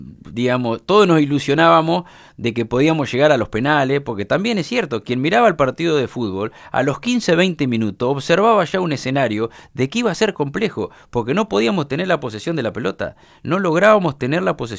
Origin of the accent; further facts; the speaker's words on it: Argentina; somos argentinos.